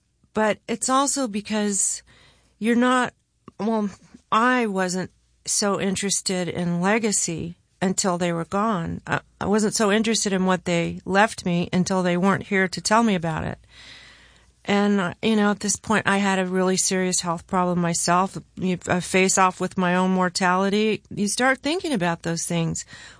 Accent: California, United States; And I grew up in Southern California. I was very well versed in Southern California pop and rock

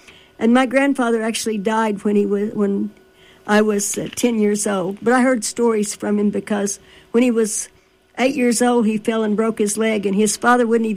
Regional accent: Cat Run, Missouri, United States; born there; So I was born in Cat Run, Missouri.

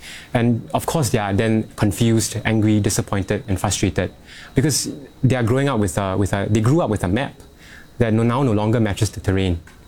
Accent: Singapore; I grew up in the Singapore education system, right, from primary one all the way till now.

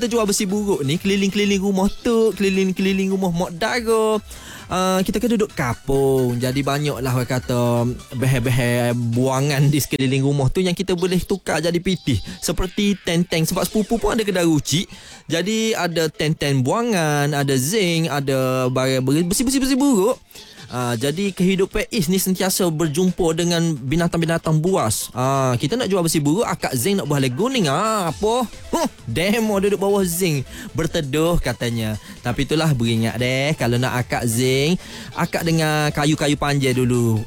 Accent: Kelantan, Malaysia; Dan kita sebagai orang Kelantan

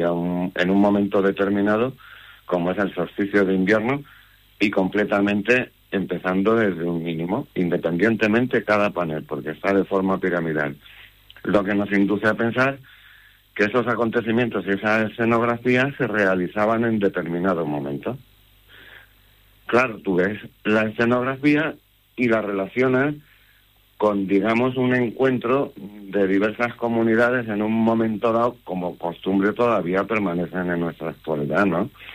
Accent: Puertollano, Castilla-La Mancha, Spain; No, soy de Puerto Llano

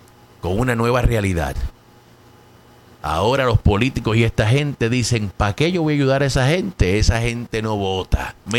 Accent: Puerto Rico; now in United States; La mayoría aquí somos puertorriqueños.

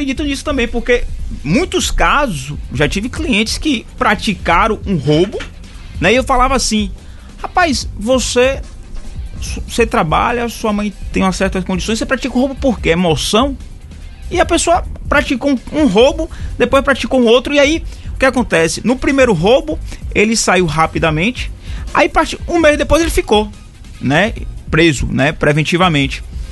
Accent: Brazil

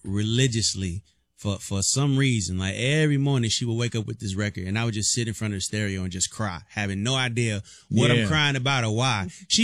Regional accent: Las Vegas, Nevada, United States; also born or lived in Arkansas; I grew up primarily in Las Vegas, but I was born in Arkansas.

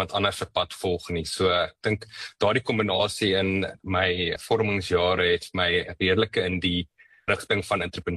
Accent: Johannesburg, Gauteng, South Africa; Ek het in Johannesburg groot geword, in 'n huis waar werk en dissipline en verantwoordelikheid belangrik was.

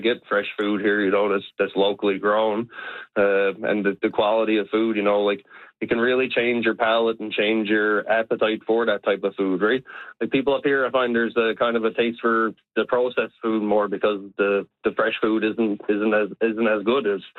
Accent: Witless Bay, Newfoundland and Labrador, Canada; I remember growing up, I'm from Whitless Bay on the Southern Shore.

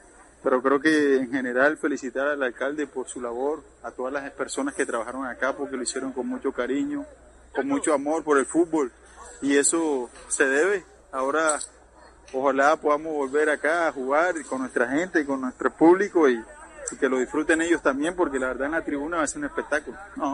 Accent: Barranquilla, Atlántico, Colombia; soy barranquillero

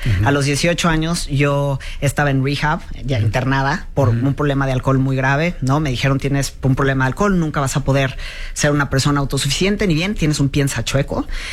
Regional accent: Mexico; born there; nací en México, por supuesto, y mi mamá, de pueblo, nunca aprendió a hablar inglés

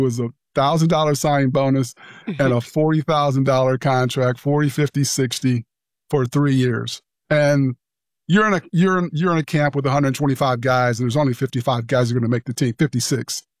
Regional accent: East Lansing, Michigan, United States; I'm from Lansing. I grew up in East Lansing. It's right next to me.

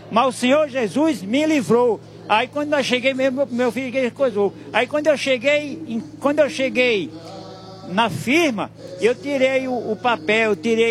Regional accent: Nazaré Paulista, São Paulo, Brazil; Eu venho do interior de Nazaré Paulista.

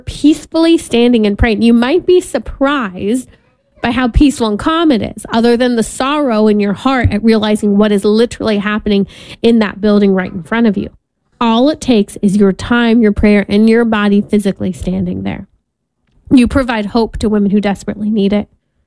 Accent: California, United States; especially my home state of California

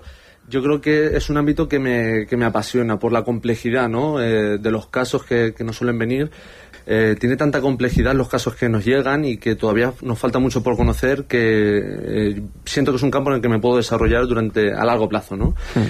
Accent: El Toboso, Castilla-La Mancha, Spain; Yo soy de El Toboso

